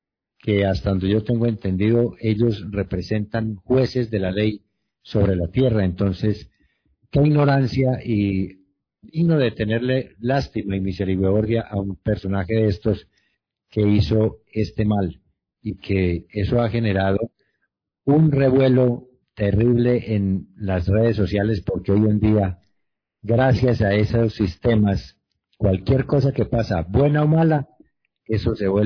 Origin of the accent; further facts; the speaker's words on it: Rionegro, Antioquia, Colombia; en mi pueblo, en la ciudad de Río Blanco, Antioquia.